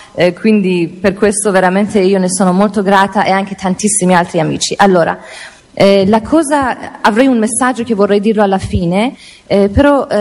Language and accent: Italian; Iran; Io non posso immaginarlo, perché da quando io, essendo iraniana, sono nata